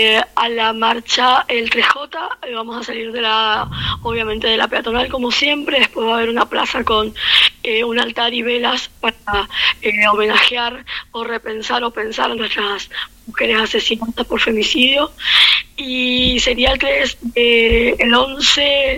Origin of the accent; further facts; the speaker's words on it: Tupungato, Mendoza, Argentina; yo soy de Tupungato